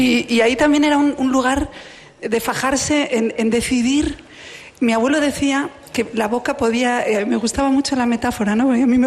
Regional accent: León, Castile and León, Spain; Yo soy leonesa, hice el bachillerato aquí al lado, en el Juan de la Encina

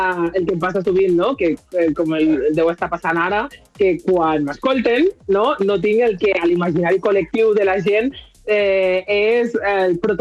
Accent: Lleida, Catalonia, Spain; born there; Jo soc, me veieu negra, però jo soc nascuda a Lleida, de mare blanca

